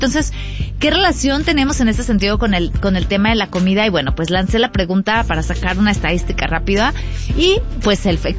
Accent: Mexico; Como somos los mexicanos, en general los latinos

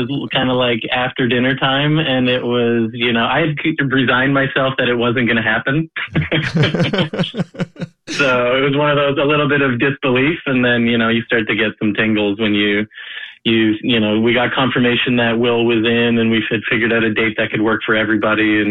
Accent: Toronto, Ontario, Canada; moved away as an adult; now in Montreal, Canada; as a former Torontonian, I've got a little bit of that running through me as well, which I say, unfortunately, having lived here for 25 years

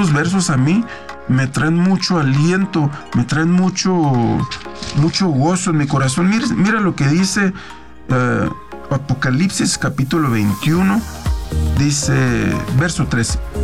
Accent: Guanajuato, Mexico; Lo cargaba como una señora allá en mi pueblo en Guanajuato que se llamaba Doña Pachita agarraba a sus nietos con el rebozo y lo traía

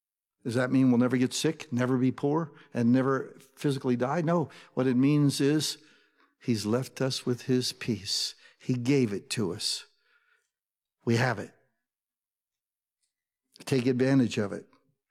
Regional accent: United States; we're American. We don't speak Hebrew.

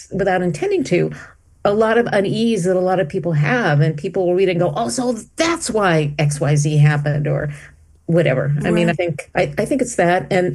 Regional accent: Pasadena, California, United States; they can get them from my hometown bookstore in Pasadena called Vromans

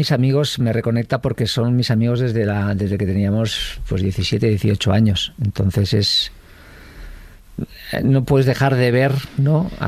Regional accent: Basque Country, Spain; donde viví toda mi infancia. Uh-huh. Hasta que me marché de casa, que está en un barrio obrero, en Zaramaga

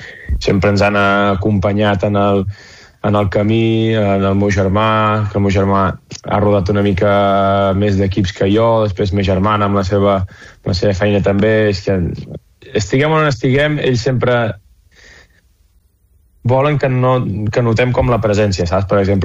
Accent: Vic, Catalonia, Spain; jo soc de Vic

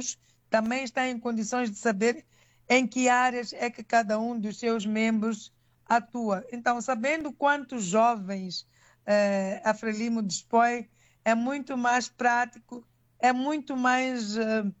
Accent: Mozambique; para cada um de nós, enquanto moçambicanos.

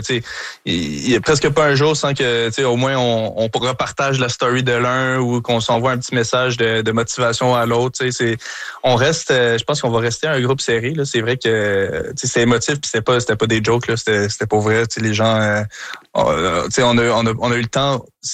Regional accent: Montreal, Quebec, Canada; je suis Montréalais dans l'âme, puis c'est sûr qu'à Montréal, il y a beaucoup de challenges à Montréal

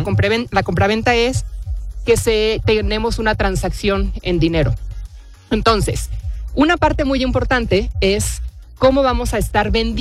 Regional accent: Mexico

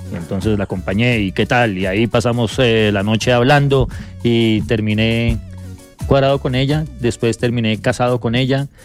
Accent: Bogotá, Colombia; yo soy del rincón de Venecia

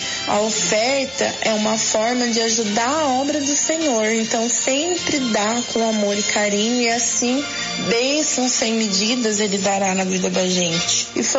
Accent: São João da Boa Vista, São Paulo, Brazil; Sou daqui de São João da Boa Vista.

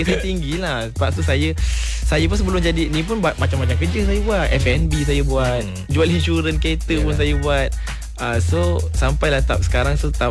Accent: Segamat, Johor, Malaysia; Saya orang Segamat lah. Segamat tu sebenarnya banyak je yang macam food fair, show apa semua. Tapi saya tak pernah sekali pun dipanggil untuk show dekat sana. Dekat saya punya tempat lahir saya sendiri.

